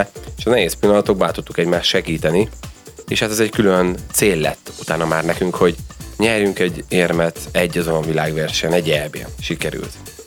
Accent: Ceglédbercel, Pest, Hungary; mi azért lokálpatrióták vagyunk, Cegléd-Bercelről származunk, és hát én láttam azt, hogy honnan, hová lehet eljutni, hogy egy vidéki srác is igenis fel tudja magát küzdeni Európa tetejére

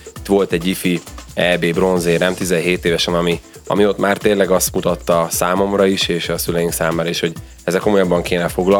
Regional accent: Ceglédbercel, Pest, Hungary; mi azért lokálpatrióták vagyunk, Cegléd, Cegléd Bercerről, származunk, és hát én láttam azt, hogy honnan, hová lehet eljutni, hogy egy vidéki srác is igenis fel tudja magát küzdeni Európa tetejére

